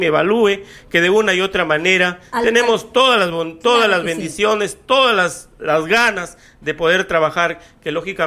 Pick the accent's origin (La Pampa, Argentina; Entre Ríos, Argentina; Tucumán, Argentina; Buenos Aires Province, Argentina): Tucumán, Argentina; Mire, yo invoco a que me crean porque yo soy de Tucumán.